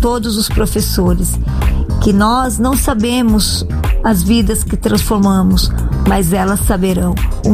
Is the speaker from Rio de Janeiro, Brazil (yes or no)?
no; Guarulhos, São Paulo, Brazil; sou de Guarulhos. Sou professora de artes há 25 anos.